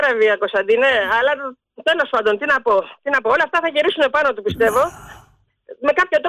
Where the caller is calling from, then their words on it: Central Greece, Greece; από Εύβοια